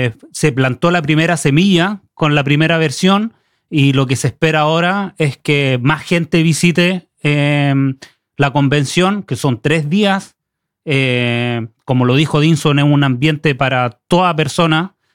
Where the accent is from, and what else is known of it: Santiago, Santiago Metropolitan Region, Chile